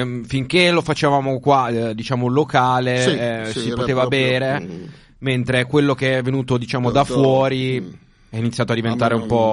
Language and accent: Italian; Reggio Emilia, Emilia-Romagna, Italy; now in Australia; dove sono cresciuto io, a Reggio Emilia